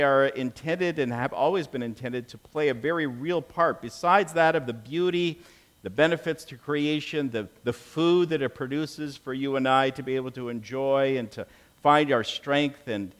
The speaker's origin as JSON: {"language": "English", "country": "Canada", "moved": "yes", "said": "I come from Canada."}